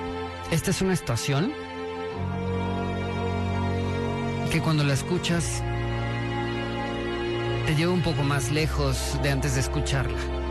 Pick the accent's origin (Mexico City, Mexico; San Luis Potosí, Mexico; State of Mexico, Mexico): Mexico City, Mexico; born there; Y miren que yo nací en la Ciudad de México.